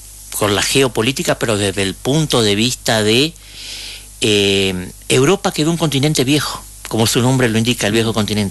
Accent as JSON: {"language": "Spanish", "country": "Argentina", "said": "porque somos argentinos, no somos Estados Unidos tampoco, ¿no?"}